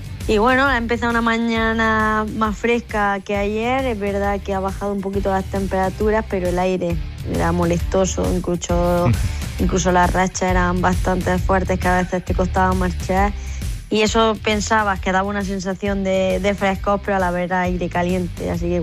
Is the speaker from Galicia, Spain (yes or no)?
no; Granada, Andalusia, Spain; para mí, como granadina, estar a una hora de casa, pues es especial